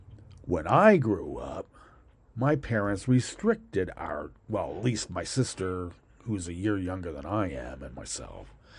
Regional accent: United States; I'm an American.

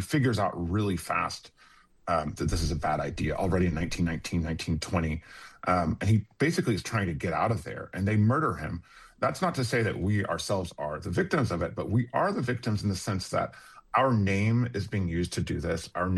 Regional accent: United States; we were given as American Jews

